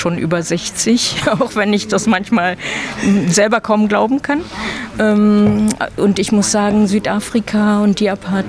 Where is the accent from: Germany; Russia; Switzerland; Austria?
Germany; ich bin auch in der DDR aufgewachsen